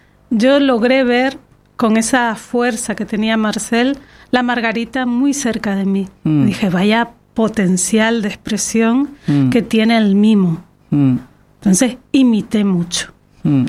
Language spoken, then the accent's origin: Spanish; Las Palmas de Gran Canaria, Canary Islands, Spain; soy de Las Palmas de Gran Canaria, nací en La Laja, me eduqué en Vegueta y en Tafira